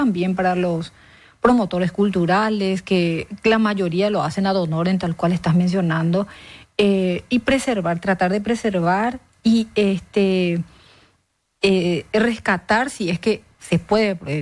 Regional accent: Paraguay; nuestro gran compromiso como todo paraguayo

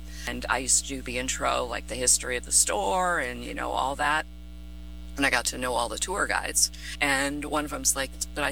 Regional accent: New York, United States

